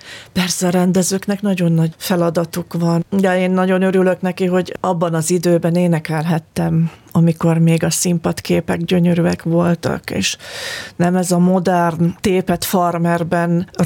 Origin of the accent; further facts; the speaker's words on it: Győr-Moson-Sopron, Hungary; ott nőttem föl, sokszor voltam ott nála, Jancsi faluban, Győr Jancsi faluban